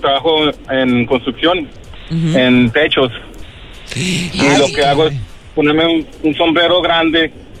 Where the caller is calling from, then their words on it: Phoenix, Arizona, United States; les hablo desde Phoenix, Arizona.